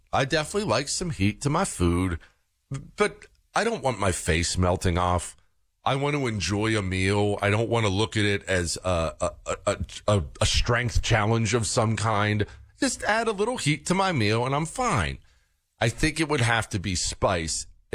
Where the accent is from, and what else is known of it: United States